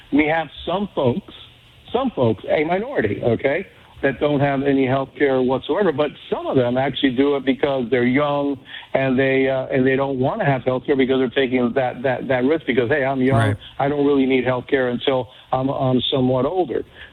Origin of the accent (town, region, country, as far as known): Cuba; now in United States